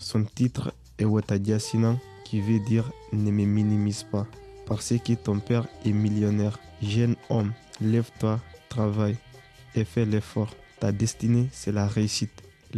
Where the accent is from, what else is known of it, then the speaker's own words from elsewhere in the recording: Guinea; now in France; Je viens de la République de Guinée.